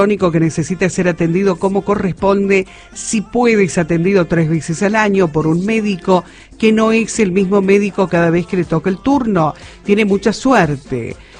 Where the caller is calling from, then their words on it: San Luis, Argentina; Buenos días … de San Luis Capital.